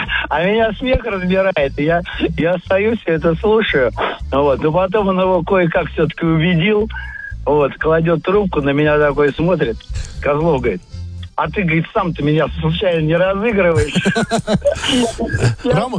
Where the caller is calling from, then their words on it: Moscow, Russia; Я звоню из Москвы.